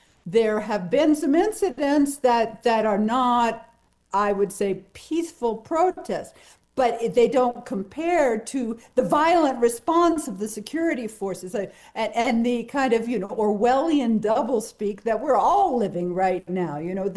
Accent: Virginia, United States; Well, first, I'd like to share my solidarity because I am also from Virginia.

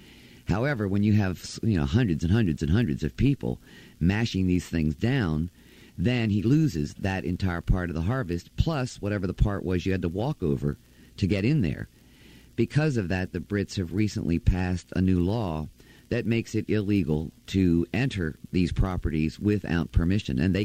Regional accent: United States; The Americans, it's a newer country. Our whole culture is much more diverse in many ways than the British culture.

